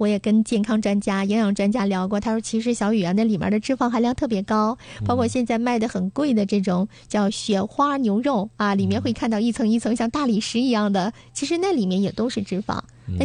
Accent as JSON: {"language": "Chinese", "region": "Northeast China", "country": "China", "said": "我们都是东北人哈"}